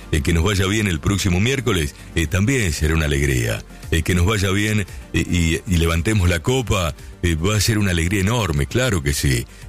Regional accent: Argentina; Yo quiero, como argentino, que nos vaya bien en todos los sentidos

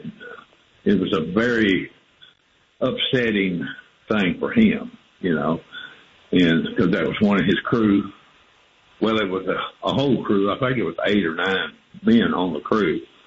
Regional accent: Bangor, Maine, United States; born there; also born or lived in Mississippi; I was born in Bangor, Maine. They say I was a maniac, but then I moved to Mississippi, and I was in the later part of my dad's career.

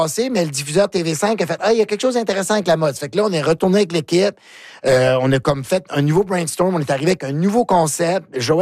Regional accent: New Brunswick, Canada; Mais moi, je viens du Nouveau-Brunswick

